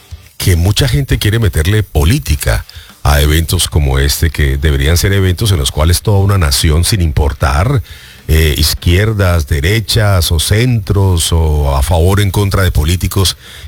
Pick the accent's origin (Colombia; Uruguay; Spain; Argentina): Colombia; yo soy colombiano y tengo que ayudar.